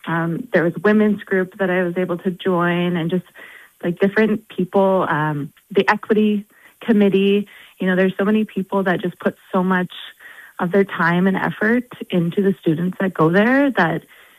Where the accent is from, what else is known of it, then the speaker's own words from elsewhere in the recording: Prince Albert, Saskatchewan, Canada; I am Indigenous, and my band is North Spirit Lake, and it's in Northern Ontario. It's very isolated. I have always called Prince Albert home. I grew up here from kindergarten to grade 12